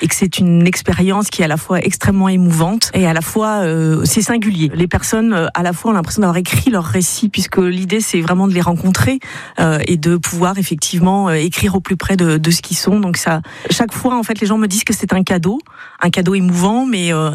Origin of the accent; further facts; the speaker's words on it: Parigné-l'Évêque, Pays de la Loire, France; also born or lived in Le Mans; j'ai 50 ans, je suis née au Mans et j'ai grandi à Parigny-l'Évêque.